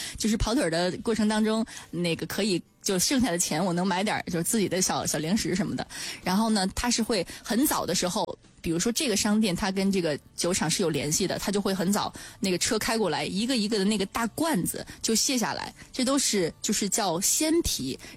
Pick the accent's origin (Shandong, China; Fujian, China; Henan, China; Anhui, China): Shandong, China; Qingdao; 我们青岛人的段子